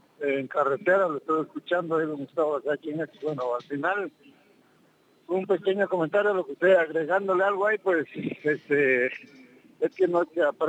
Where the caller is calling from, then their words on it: Guatemala; Aquí como guatemalteco pagamos impuestos.